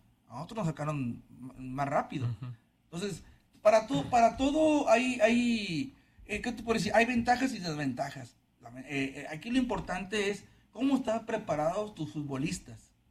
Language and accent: Spanish; Monterrey, Nuevo León, Mexico; Yo recuerdo cuando estaba niño, jugar a las 11 de la mañana, a las 12, a las 2, a las 4, a diferente horario aquí en Monterrey.